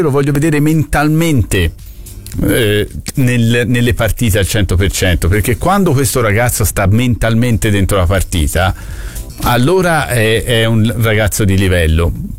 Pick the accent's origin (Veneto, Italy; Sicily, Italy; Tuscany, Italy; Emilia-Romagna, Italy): Tuscany, Italy; Florence; Se a me quando vado a Roma e dicono sei toscano, gli dico tu sarà te, io sono fiorentino.